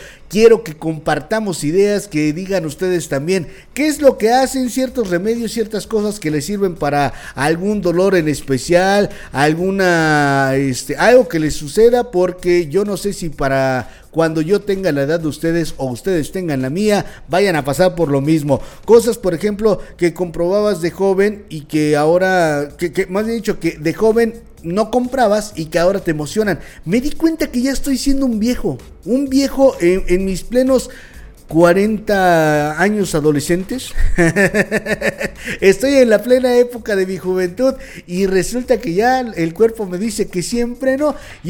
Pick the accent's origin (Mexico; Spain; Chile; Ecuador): Mexico; yo como buen mexicano